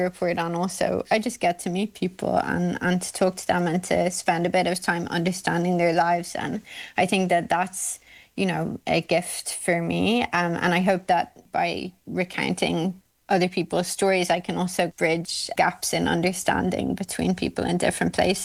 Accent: Ireland; me as an Irish person

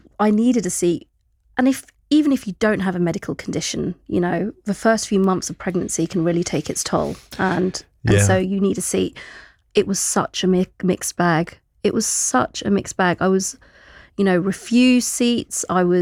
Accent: London, United Kingdom; So I would say, as a Londoner, born and bred, love the underground, grew up, you know, travelling the network

